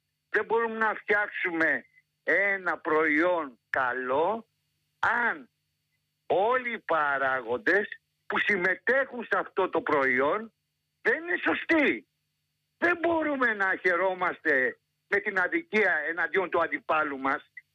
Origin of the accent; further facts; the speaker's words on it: Kypseli, Attica, Greece; και είμαι από την Κυψέλη.